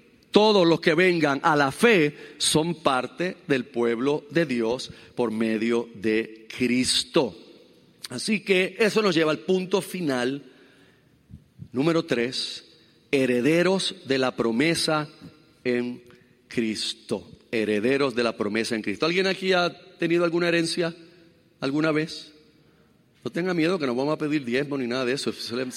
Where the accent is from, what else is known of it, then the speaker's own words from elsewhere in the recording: Puerto Rico; nosotros seguimos siendo boricuas